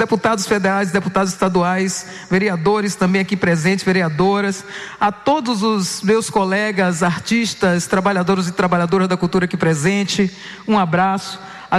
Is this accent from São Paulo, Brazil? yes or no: no; Salvador, Bahia, Brazil; como baiana, como soteropolitana